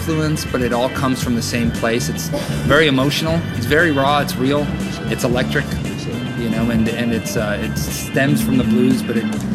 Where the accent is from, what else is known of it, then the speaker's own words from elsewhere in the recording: Wisconsin, United States; now in Nashville, United States; But originally, I grew up in Wisconsin. And it was like right near the border of Wisconsin and Illinois.